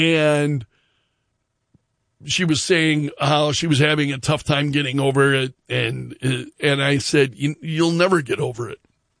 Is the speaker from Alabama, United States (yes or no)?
no; Sioux Falls, South Dakota, United States; My folks are both from Sioux Falls. This is my hometown.